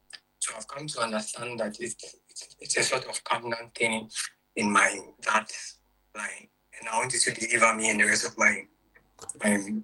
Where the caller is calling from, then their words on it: Eastern Region, Ghana; from the Eastern Region, Okada.